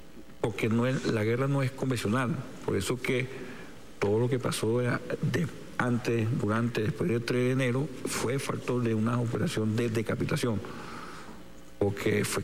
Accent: Venezuela; nosotros somos países caribeños, venezolanos, somos así, chicharracheros

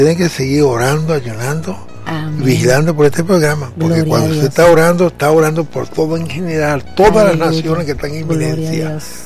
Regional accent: Venezuela; yo no me voy de mi pueblo. Este es mi pueblo

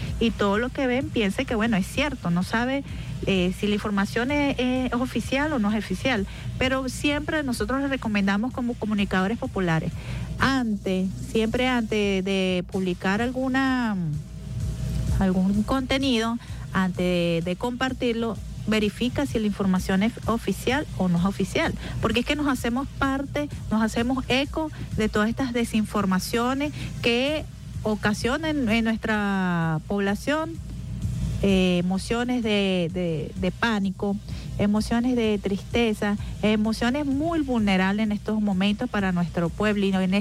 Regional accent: Venezuela; no te prestes como venezolano, como venezolana, para la miseria de estas personas que están monetizando con el dolor de nuestro pueblo.

